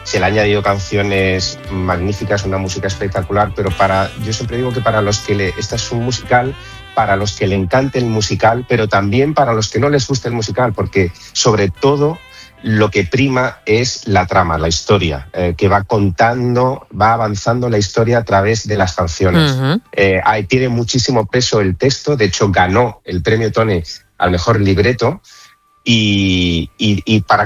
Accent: Seville, Andalusia, Spain; por fin ya a mi tierra.

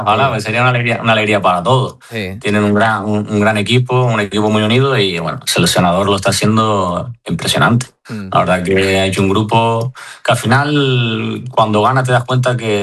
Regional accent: Arguineguín, Canary Islands, Spain; now in Madrid, Spain; Ahora sí que estuve en verano en mi pueblo, en Arguineguí, entrené con el equipo, que está Juan Carlos Valerón ahí de entrenador. Y luego aquí en Madrid, pues voy a jugar a veces con el Colmenar Viejo

